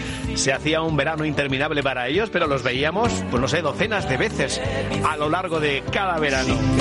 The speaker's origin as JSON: {"language": "Spanish", "town": "Lezama", "region": "Basque Country", "country": "Spain", "tie": "born or raised there", "said": "A mí particularmente siempre me marcó el primer concierto de … celebrado en mi pueblo, en Lezama."}